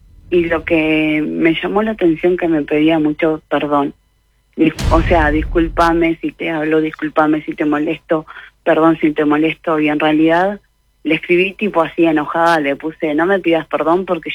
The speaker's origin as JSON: {"language": "Spanish", "region": "Canelones", "country": "Uruguay", "said": "yo soy de Canelones."}